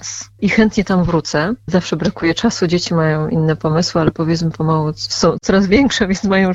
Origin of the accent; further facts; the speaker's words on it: Kraków, Lesser Poland, Poland; Ja mieszkam w Krakowie od zawsze, swoje rodzinne miasto